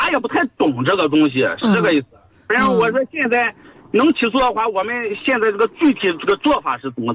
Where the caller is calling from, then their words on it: Hejin, Shanxi, China; 我是河津的。